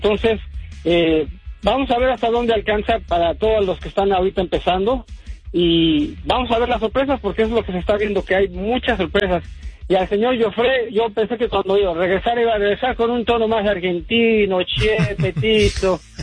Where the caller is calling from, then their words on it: Tijuana, Baja California, Mexico; desde aquí la bella Tijuana.